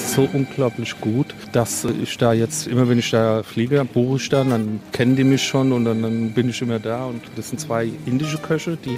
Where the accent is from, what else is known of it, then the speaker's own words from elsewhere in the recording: Wiesbaden, Hesse, Germany; accent: Hessian; also born or lived in Hockenheim; Geboren in Hockenheim an der Rennstrecke. Meine Eltern hatten damals schon ein Restaurant, ein Hotel. Mein Teenageralter habe ich dann in der Landeshauptstadt Wiesbaden verbracht und da habe ich mir dann auch das Hessische angeeignet.